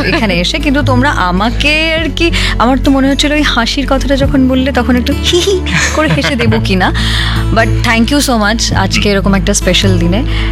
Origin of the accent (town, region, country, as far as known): India